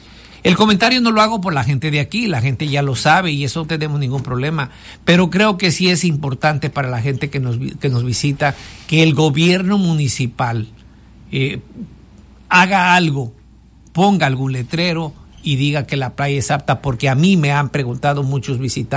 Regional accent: Vallecito de Zaragoza, Guerrero, Mexico; now in Zihuatanejo, Mexico; le decimos también allá en algunas personas en mi pueblo, en Vallecito de Zaragoza

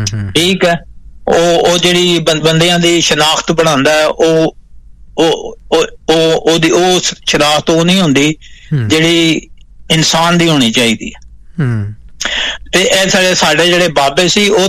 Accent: Punjab, Pakistan; ਸਾਡੇ ਪਾਸੇ ਜਿਹੜਾ ਸਾਡਾ ਪਾਕਿਸਤਾਨੀ ਪੰਜਾਬ ਹੈ ਨਾ ਉਹ ਤੇ ਇੱਕ ਬੜਾ ਓਵਰ ਪਾਪੂਲੇਟਡ ਹੋ ਗਿਆ

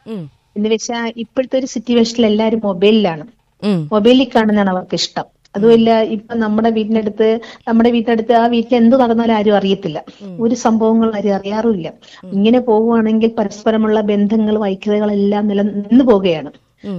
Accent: Kollam, Kerala, India; എന്റെ വീട് കൊല്ലത്തായിരുന്നു. അതായത് അന്ന് അവിടെ വയലായിരുന്നു.

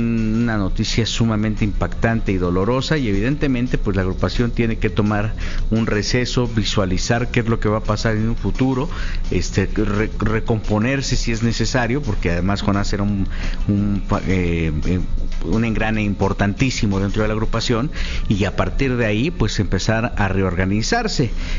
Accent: Mexico; a todos los que somos mexicanos

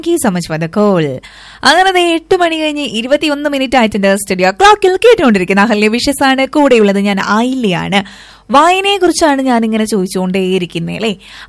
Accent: Palakkad, Kerala, India; ഞങ്ങൾ പാലക്കാട്ടുകാർക്കും ഇന്നലെ മഴ കിട്ടിയിരിക്കുന്നു.

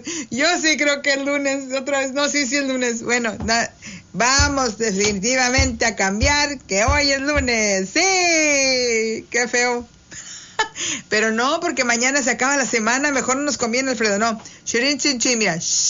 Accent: Mexico; born there; Es una chulada ser mexicano. Gracias, Señor Dios. Bendito seas porque nacimos en México. ¡Viva México!

